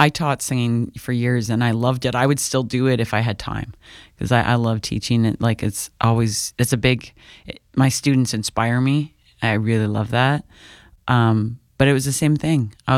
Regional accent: Prince Edward County, Ontario, Canada; A lot of them are like a local Prince Edward County population. I grew up in South End, Prince Edward County, eighth mm-hmm. generation from, farm fields.

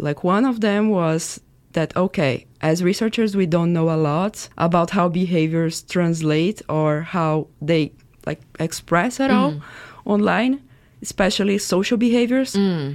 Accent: Brazil; English is a second language; moved away as an adult; now in Canada; I'm from Brazil, and I came to Queen's to do my PhD a few years ago.

